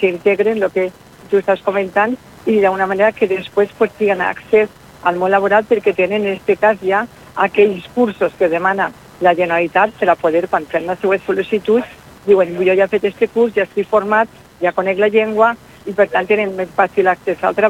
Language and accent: Catalan; Valencian Community, Spain; aquests hàbits que tenim nosaltres com a valencians